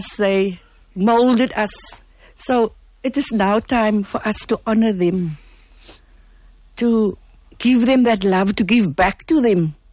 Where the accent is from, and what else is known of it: Claremont, Western Cape, South Africa; born or raised there; moved away